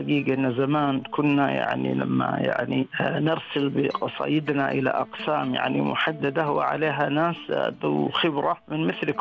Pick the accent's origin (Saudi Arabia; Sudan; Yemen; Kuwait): Saudi Arabia; عندنا في المملكة